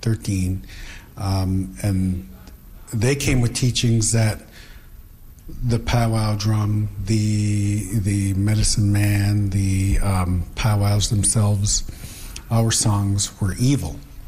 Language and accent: English; Membertou, Nova Scotia, Canada; Growing up in Membertou, we always knew that we were Mi'kmaq. We always knew that we were Native.